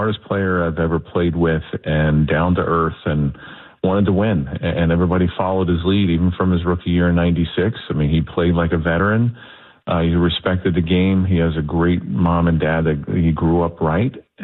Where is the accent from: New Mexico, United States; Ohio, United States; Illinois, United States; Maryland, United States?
Maryland, United States; Baltimore; I mean, I grew up in Baltimore, so I was an Oriole fan.